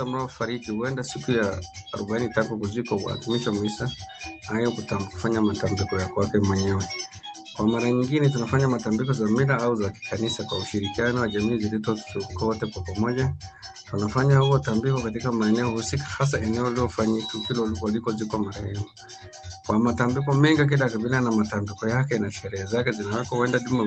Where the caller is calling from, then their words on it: Manyara, Tanzania; kutoka Haita, Manyara, Tanzania.